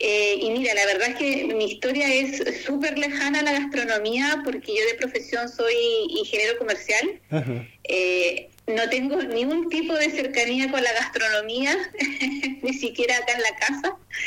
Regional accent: Patagonia, Argentina; Y Carancho porque somos de acá de la Patagonia.

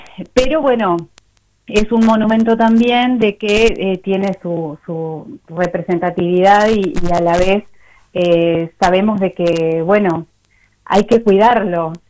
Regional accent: Argentina; como ciudadano y como argentino

